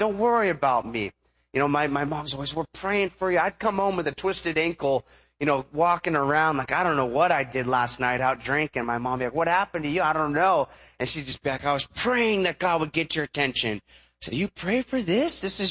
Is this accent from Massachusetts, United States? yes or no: no; Huntington Beach, California, United States; And I think we stashed the other one in my dad's garage in my hometown. So I get stitched up by the dock in Coronado, San Diego, and I go, I'm going to go back and go drink that other keg of beer. So I make my way back to Huntington.